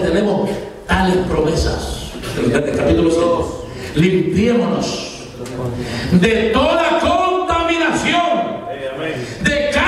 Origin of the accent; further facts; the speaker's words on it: El Salvador; accent: Salvadoran